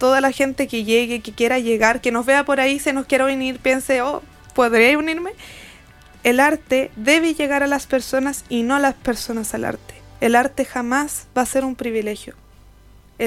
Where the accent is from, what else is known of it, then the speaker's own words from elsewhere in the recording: Calama, Antofagasta, Chile; now in La Serena, Chile; No, yo soy de Calama.